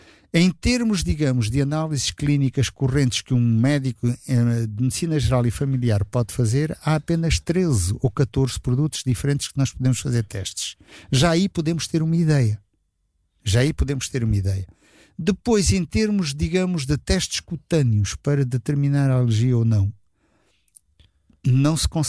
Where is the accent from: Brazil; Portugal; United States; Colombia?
Portugal; Setúbal; porque eu sou da região de Setúbal, vivi lá, cresci lá, já cheguei adulto, mas enfim, depois amadureci, se nós quisermos, em Setúbal.